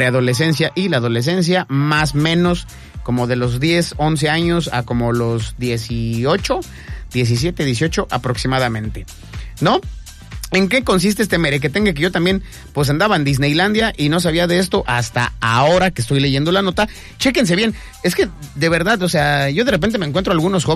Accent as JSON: {"language": "Spanish", "region": "Mexico City", "country": "Mexico", "moved": "yes", "said": "Se fue a la Capirucha, a mi tierra, la ciudad del smog."}